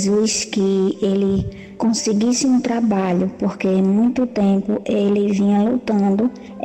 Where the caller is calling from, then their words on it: Sergipe, Brazil; eu sou de Sergipe.